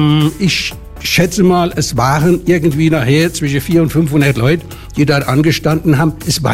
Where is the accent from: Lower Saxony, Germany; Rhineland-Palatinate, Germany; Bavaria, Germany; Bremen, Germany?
Rhineland-Palatinate, Germany; Mainz; Und bei uns in Mainz gab es eine einzige Verkaufsstelle für das gesamte Rhein-Main-Gebiet, die lautete Reisebüro Poppe.